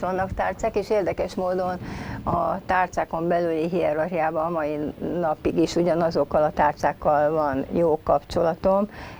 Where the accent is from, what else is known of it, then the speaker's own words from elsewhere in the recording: Budapest, Hungary; én tényleg a belvárosban, Manács-téri házakban nevelkedtem